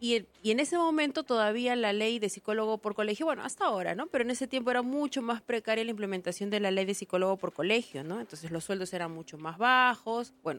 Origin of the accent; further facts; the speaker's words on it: Tacna, Peru; also born or lived in Arequipa; estudié en la San Agustín de Arequipa, pero soy de Tacna.